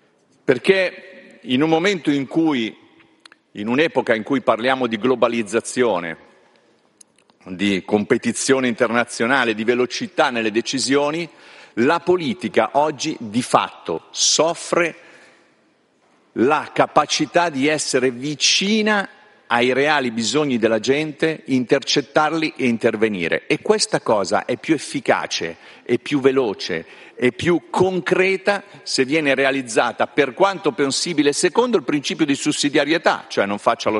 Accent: Brianza, Lombardy, Italy; io Brianzolo che fa parte della regione Lombardia

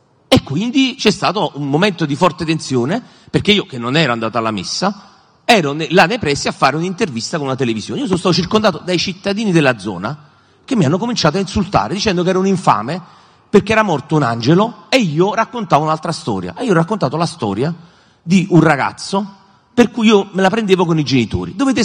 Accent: Naples, Campania, Italy; Io sono originario del pallonetto di Santa Lucia

